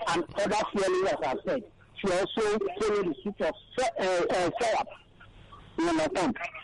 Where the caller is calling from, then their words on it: Ekiti, Nigeria; I'm calling from Abanja, in Ekiti.